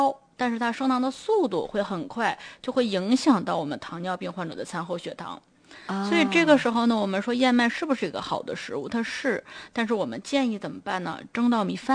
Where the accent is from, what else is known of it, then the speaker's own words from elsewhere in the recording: Northeast China, China; 尤其是我们东北人的这个饮食习惯